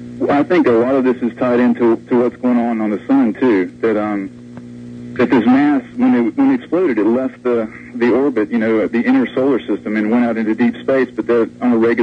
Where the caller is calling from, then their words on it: North Carolina, United States; from North Carolina.